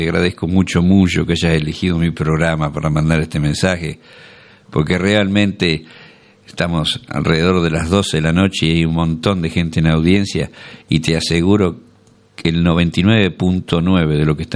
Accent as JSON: {"language": "Spanish", "country": "Argentina"}